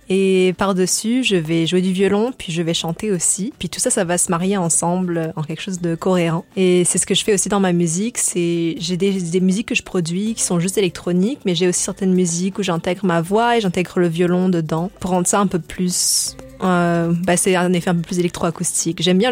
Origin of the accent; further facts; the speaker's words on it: France; also born or lived in Madagascar; now in Montreal, Canada; j'ai grandi en France même si je suis née à Madagascar.